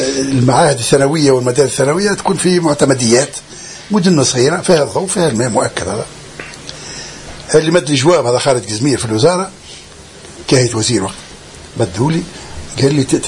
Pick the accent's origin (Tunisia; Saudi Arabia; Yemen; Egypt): Tunisia; also born or lived in Syria